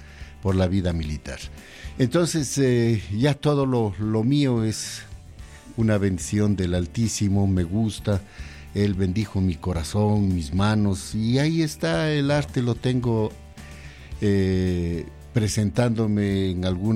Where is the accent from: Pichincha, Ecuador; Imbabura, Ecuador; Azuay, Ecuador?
Imbabura, Ecuador; Otavalo; Otavalo, mi ciudad natal, mi terruño